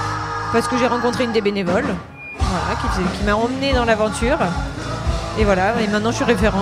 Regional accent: Conches-en-Ouche, Normandy, France; moi je suis pas de Claville, je suis de Conches. J'ai rencontré une clavillaise, donc je suis là par intermittence.

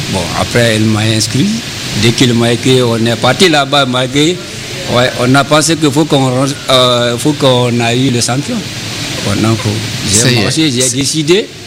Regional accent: Guinea; now in France; Je viens de la Guinée-Conakry, République de Guinée.

